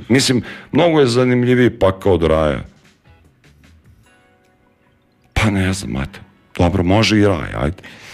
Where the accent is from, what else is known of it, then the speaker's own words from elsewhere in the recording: Serbia; Ne, mi smo iz Srbije, mi ubijemo ljude, panduri kod nas ubijaju ljude, to je kod nas normalno